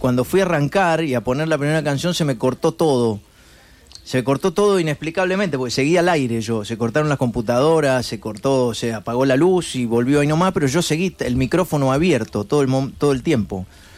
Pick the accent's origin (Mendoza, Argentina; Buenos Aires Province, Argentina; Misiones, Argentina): Mendoza, Argentina; San Rafael; Ay, oh, soy de San Rafael, acá nieva.